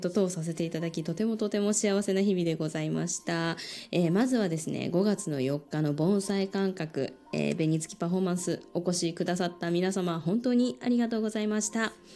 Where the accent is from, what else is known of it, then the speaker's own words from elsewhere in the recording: Saitama, Japan; この地元大宮でさせていただけるということは本当に幸せなことだと